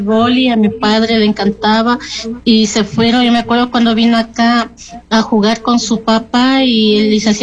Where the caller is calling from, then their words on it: Machachi, Pichincha, Ecuador; yo soy de aquí, de Machachi.